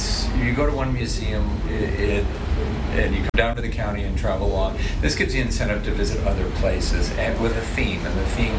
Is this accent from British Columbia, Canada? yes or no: no; Trenton, Ontario, Canada; Well, born and raised in Trenton, my dad and mom both served in the Air Force.